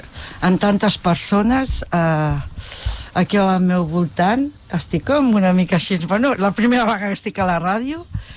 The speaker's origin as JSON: {"language": "Catalan", "town": "Sant Sadurní d'Anoia", "region": "Catalonia", "country": "Spain", "tie": "born or raised there", "lives_now": "Castellví de Rosanes, Spain", "said": "Bueno, ara no, ara vinc a Castellví de Rosanes, però jo sóc filla de Sant Sadurní d'Anoia, del País del Cava. que també té molta personalitat."}